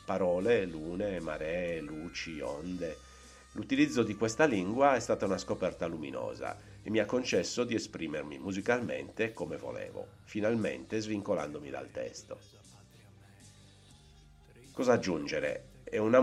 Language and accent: Italian; Tempio Pausania, Sardinia, Italy; Ho iniziato a leggere, raccontava Tempio, il mio paese, percepivo tutta la familiarità di quelle parole